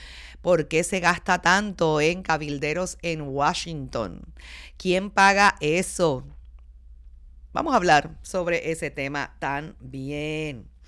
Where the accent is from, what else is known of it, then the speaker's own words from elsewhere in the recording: Puerto Rico; somos una isla caribeña donde el sol es gratis.